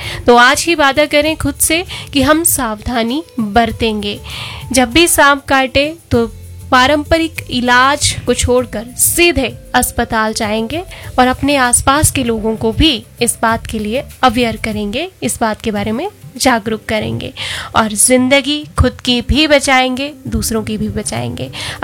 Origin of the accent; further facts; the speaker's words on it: Himachal Pradesh, India; तो दोस्तों, हम हिमाचल के रहने वाले हैं और हिमाचल की पहाड़ियाँ हमें जीवन देती हैं